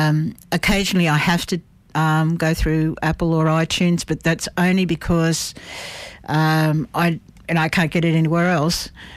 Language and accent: English; Tamworth, New South Wales, Australia; also born or lived in Central Coast; But I was raised in Tamworth and on the Central Coast of New South Wales.